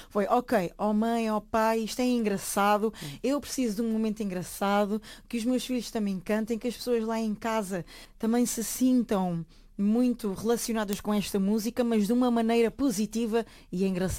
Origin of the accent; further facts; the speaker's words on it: Ferreira do Alentejo, Alentejo, Portugal; o pessoal também de Ferreira do Alentejo, que foi o sítio onde eu cresci, também